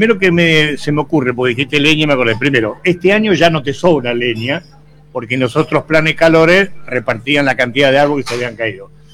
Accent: Bella Vista, Buenos Aires Province, Argentina; Pero vos sabés dónde vivo yo. Por eso, pues sabés que soy de Bellavista. Ahí a 3 cuadras de mi casa, en Miramar

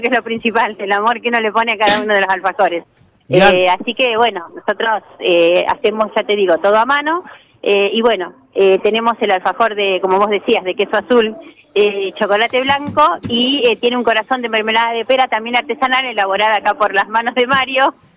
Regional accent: Chivilcoy, Buenos Aires Province, Argentina; Nosotros somos de Chivilcoy

